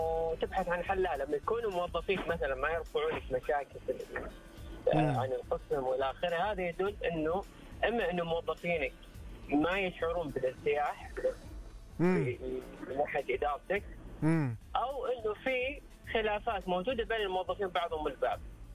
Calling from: Riyadh, Riyadh Province, Saudi Arabia; أكلمك حبيبي من الرياض.

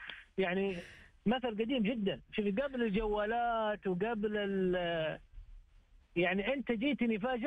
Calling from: Jeddah, Makkah Province, Saudi Arabia

